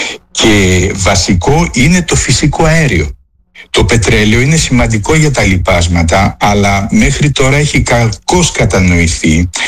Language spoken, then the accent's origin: Greek; Athens, Attica, Greece; Εγώ πιτσιρικά θυμάμαι, μεγάλωσα στην Αθήνα, υπήρχαν περίοδοι που καίγαν τα πόμολα, έτσι, τον Ιούλιο και τον Αύγουστο.